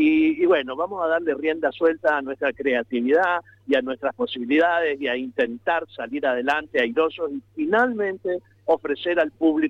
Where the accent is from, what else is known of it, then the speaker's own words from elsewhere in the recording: Paraná, Entre Ríos, Argentina; moved away as an adult; also born or lived in Buenos Aires; Soy una persona de Paraná. Me formé prácticamente, comencé en Paraná, pero me fui a Buenos Aires y estuve toda mi juventud trabajando y formándome en CABA, de Buenos Aires, y hace ya 20 años que estoy de regreso a mi ciudad, Paraná